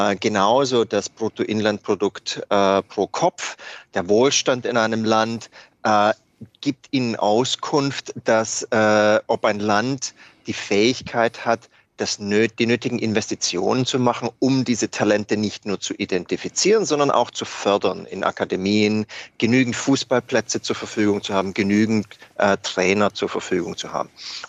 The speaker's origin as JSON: {"language": "German", "country": "Germany", "said": "Ja, als Deutscher ist meine Prognose ein bisschen außergewöhnlich"}